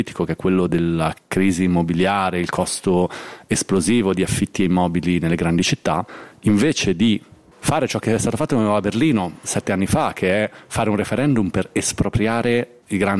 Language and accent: Italian; Milan, Lombardy, Italy; born or raised there